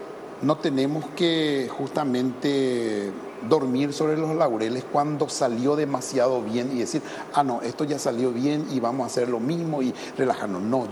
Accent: Paraguay; La satisfacción de sentir en primer lugar como paraguayo, ¿verdad?

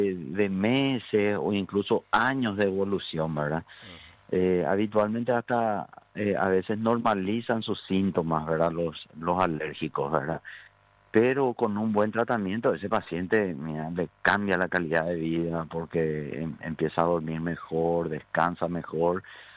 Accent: Paraguay; nosotros los paraguayos somos cachivacheros

